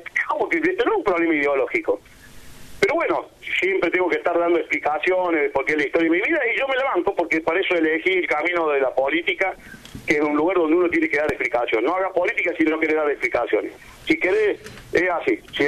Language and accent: Spanish; Argentina; cómo somos los argentinos